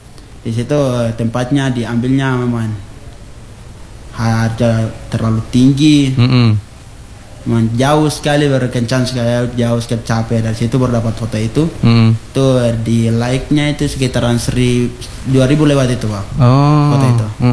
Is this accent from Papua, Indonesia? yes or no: yes; Papua, Indonesia; moved away; Kalau orang tua aku di kemarin itu dari Papua di daerahku ini tidak ada jaringan